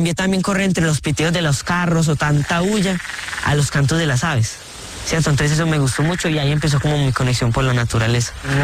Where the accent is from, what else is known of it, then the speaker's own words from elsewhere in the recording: Salento, Quindío, Colombia; desde que yo nací o desde que me criaron acá en Salento, yo siempre estaba muy conectado con la naturaleza.